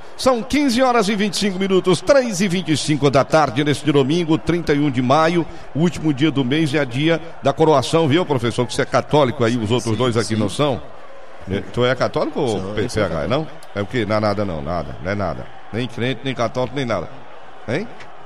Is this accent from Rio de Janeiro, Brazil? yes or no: no; Ipu, Ceará, Brazil; Você fala respeito da minha terra